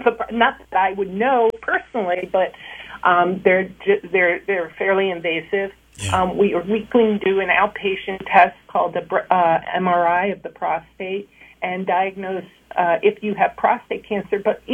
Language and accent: English; New York, United States; moved away; I grew up in Manhattan